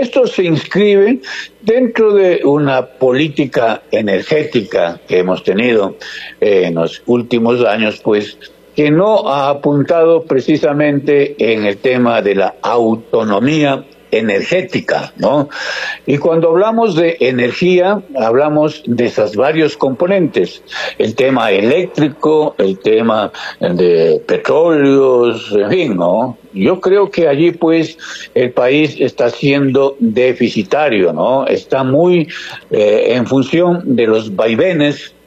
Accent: Ecuador; insisto como ecuatoriano de pie

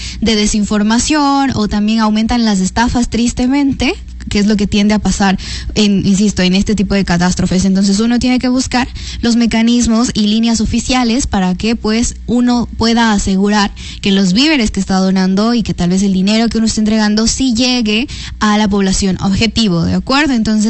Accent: Ecuador; demostrar la solidaridad también que tenemos pues como ecuatorianos y ecuatorianas

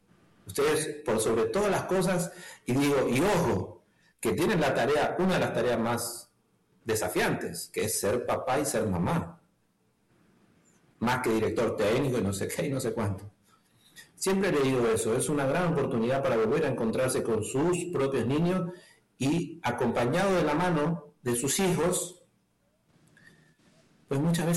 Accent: Argentina; born there; No me hubiera dicho hincha del equipo que me hice de pequeño en Argentina.

